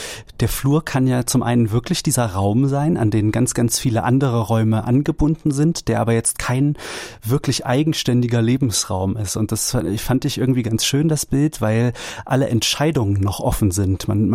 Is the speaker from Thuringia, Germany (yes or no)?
yes; Thuringia, Germany; Also ich bin ein Kind des Waldes, kann man so sagen. Ich bin im Eichsfeld aufgewachsen. Das ist eine sehr ländliche Region im Norden Thüringens. Und da war ich Sohn eines Försters und immer draußen im Wald, so oft es ging.